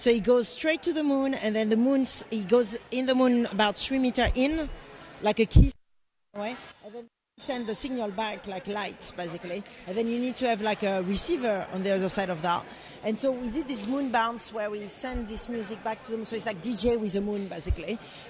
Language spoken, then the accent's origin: English; France; I'm half Algerian, half Armenian. I was raised in France